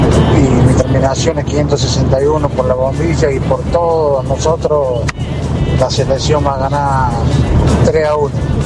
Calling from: Argentina; como muchos argentinos haciendo patria

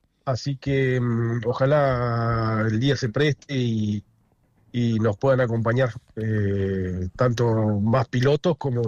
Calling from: Gobernador Costa, Chubut, Argentina; mi pueblo, Gobernador Costa

